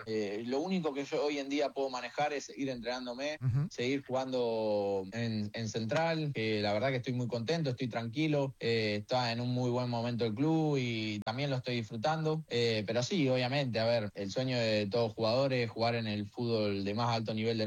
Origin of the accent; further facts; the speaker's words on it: Rosario, Santa Fe, Argentina; also born or lived in Gualeguaychú; soy más rosarino que entrerriano, es la realidad. Yo viví un solo año en Gualeguaychú y ya al año y medio ya estaba acá en Rosario.